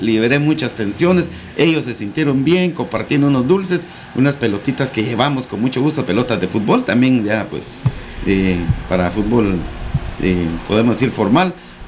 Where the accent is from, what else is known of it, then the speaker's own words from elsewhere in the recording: Barberena, Santa Rosa, Guatemala; born there; yo nací en Barberena, Santa Rosa